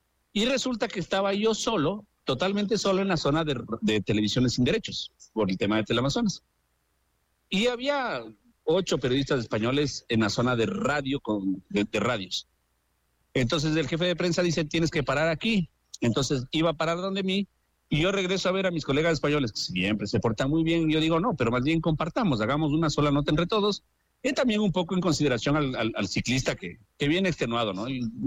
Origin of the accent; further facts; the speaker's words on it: Ecuador; sí, soy ecuatoriano, vengo acá por Richard Carapaz.